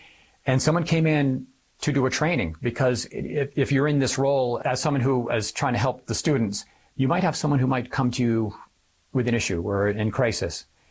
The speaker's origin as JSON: {"language": "English", "region": "Connecticut", "country": "United States", "moved": "as an adult", "said": "I'm from Connecticut."}